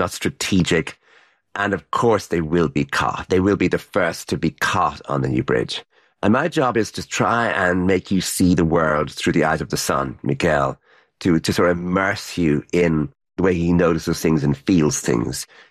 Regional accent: Ireland; moved away; Because I'm Irish

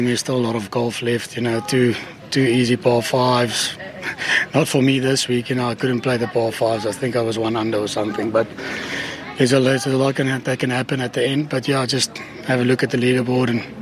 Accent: South Africa; I'm South African, we're aggressive.

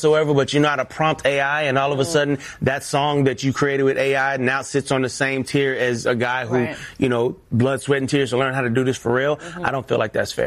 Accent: Las Vegas, Nevada, United States; I grew up, did a lot of my growing up in Las Vegas

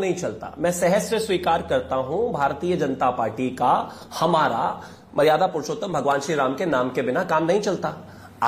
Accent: Uttar Pradesh, India; मैं उत्तर प्रदेश से आता हूं

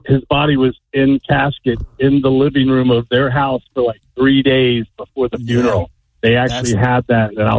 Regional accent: Scotland, United Kingdom; Well, we're Scottish, but. Yeah, it probably is. Door. We're Scottish, but yeah, pretty crazy.

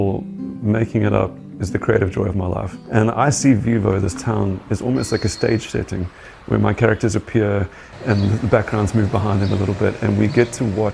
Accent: South Africa; We are an amazing sort of patchwork quilt of storytellers and of people. And we are uniquely South African

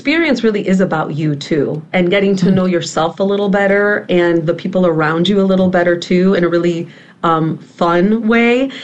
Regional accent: Chicago, Illinois, United States; born or raised there

